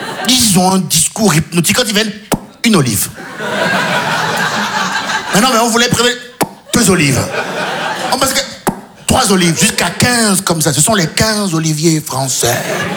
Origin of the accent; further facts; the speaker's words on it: Benin; Je me dis, je suis franco-béninois.